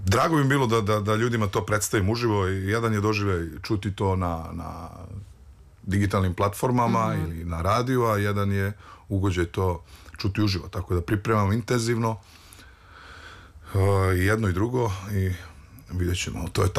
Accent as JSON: {"language": "Serbian", "town": "Zaječar", "region": "Zaječar District", "country": "Serbia", "tie": "born or raised there", "said": "Ja sam od uvek iz Zaječara dolazim i slušao sam neku drugu vrstu muzike, slušao sam rock pre svega, odrastao sam u gradu rock'n'rolla, gitarijada i tako dalje"}